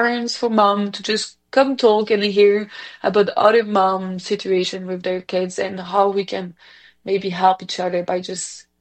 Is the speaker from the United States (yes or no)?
no; Belgium; accent: Belgian; when I speak French too, I have my Belgian accent coming up. People say it's been mixing a bit with Quebec